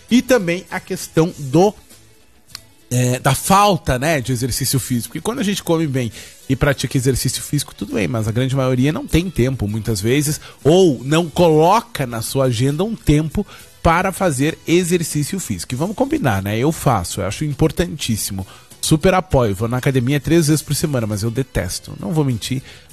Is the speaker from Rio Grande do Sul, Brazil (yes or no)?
yes; Bagé, Rio Grande do Sul, Brazil; moved away; lá da minha cidade natal, de Bagé.